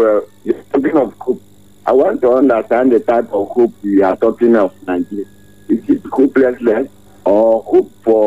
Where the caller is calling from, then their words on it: Makurdi, Benue, Nigeria; from Paraka Makodi.